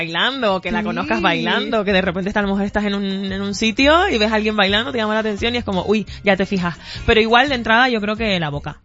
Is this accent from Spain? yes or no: yes; Canary Islands, Spain; Yo soy de Canarias y en Canarias somos de playa, somos de buen clima, de escuchar mucha música latina porque somos lo más latino que hay en España.